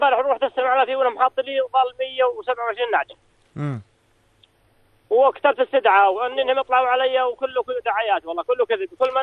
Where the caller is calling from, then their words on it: Jurf al-Darawish, Tafilah Governorate, Jordan; جرف الدراويش.